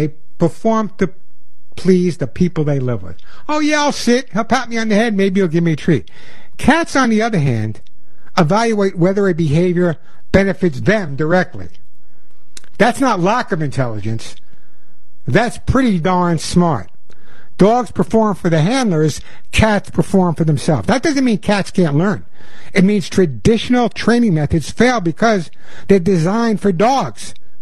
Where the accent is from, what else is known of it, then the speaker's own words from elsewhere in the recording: New York City, New York, United States; I'm a New Yorker, ex-New Yorker. I talk quickly.